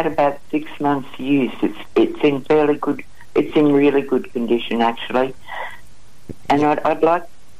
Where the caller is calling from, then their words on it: Townsville, Queensland, Australia; I'm from Pimlico.